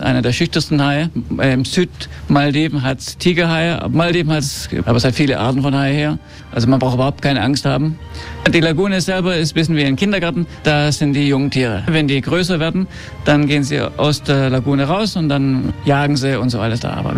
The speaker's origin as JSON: {"language": "German", "town": "Ibiza", "region": "Balearic Islands", "country": "Spain", "tie": "born or raised there", "said": "Genau, ich bin in Ibiza geboren und aufgewachsen. Ich habe noch nie in Deutschland gelebt, aber meine Eltern kamen aus Stuttgart."}